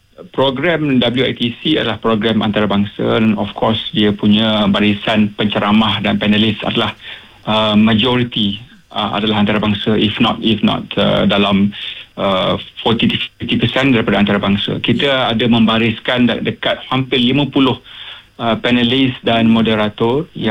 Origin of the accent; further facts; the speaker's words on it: Jerantut, Pahang, Malaysia; saya sebenarnya saya orang Pahang, saya orang Jerantut. So saya bias dan sikit.